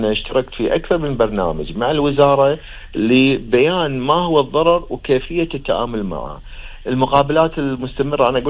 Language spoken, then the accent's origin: Arabic; Kuwait; احنا عندنا بالكويت